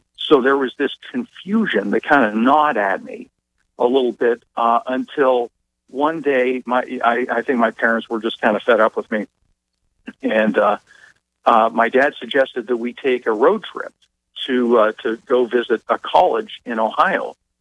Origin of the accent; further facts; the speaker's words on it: Canada; moved away as an adult; now in United States; I'm still Canadian. I'm a permanent resident in the U.S.